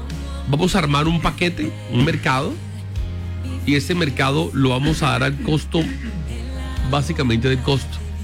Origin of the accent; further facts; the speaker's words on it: Colombia; lo voy a decir una expresión colombiana, qué berracos somos los colombianos.